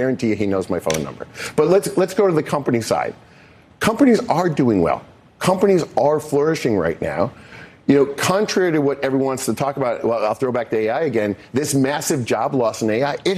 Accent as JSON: {"language": "English", "town": "Cleveland", "region": "Ohio", "country": "United States", "moved": "yes", "said": "I'm actually from Cleveland, but now I live on the Atlantic coast."}